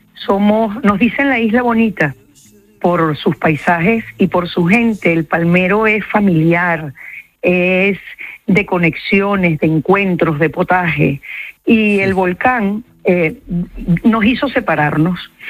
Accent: Venezuela; yo vengo de Venezuela, de superar un deslave, una vaguada

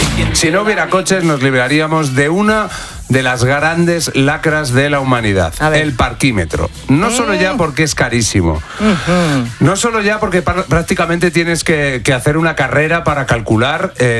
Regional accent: Salamanca, Castile and León, Spain; now in Madrid, Spain; Los de Salamanca y provincias no soportamos.

